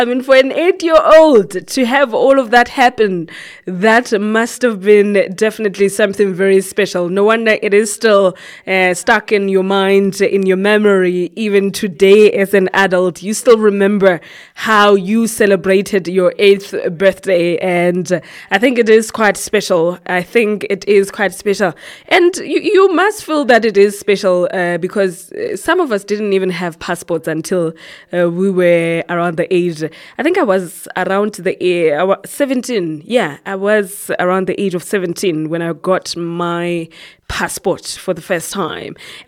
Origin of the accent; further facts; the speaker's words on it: Quthing, Lesotho; moved away; I'm from Kuting